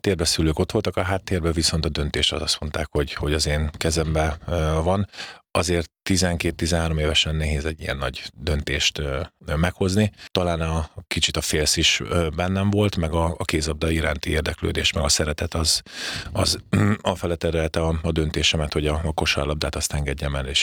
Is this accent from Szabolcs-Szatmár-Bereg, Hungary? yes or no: no; Szeged, Csongrád-Csanád, Hungary; born or raised there; also born or lived in Székesfehérvár